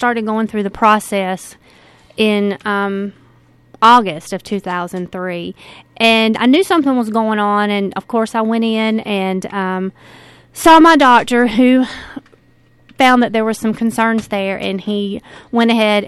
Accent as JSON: {"language": "English", "town": "White Pine", "region": "Tennessee", "country": "United States", "tie": "born or raised there", "said": "White Pine, my hometown"}